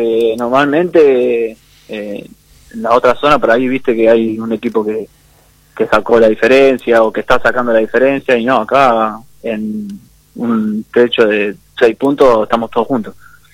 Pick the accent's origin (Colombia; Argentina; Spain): Argentina; Santa Fe; soy de Santa Fe, nací ahí, y, bueno, hice toda mi inferior ahí en Santa Fe.